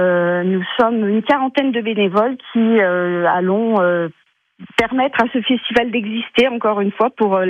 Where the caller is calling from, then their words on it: Fournols, Auvergne-Rhône-Alpes, France; De Fournols.